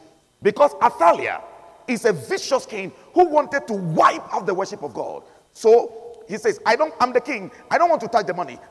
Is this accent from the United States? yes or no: no; Ghana; I'm from West Africa, Ghana.